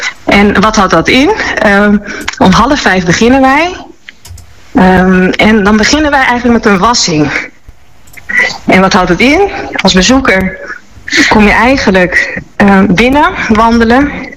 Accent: Friesland, Netherlands; also born or lived in Amsterdam / Dokkum / Heerenveen; Ik ben Fries. Mijn vader is wit Fries. Mijn moeder is zwart Surinaams. Ik ben geboren in Amsterdam. Maar sinds mijn eerste levensjaar woonachtig in Friesland. Van Dokkum tot Heerenveen.

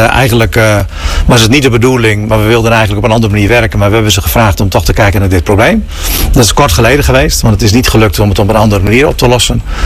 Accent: Friesland, Netherlands; Ja, en dat vraagt ook van ons als inwoners, van ons als Friezen, dat we ons wel een beetje moeten aanpassen.

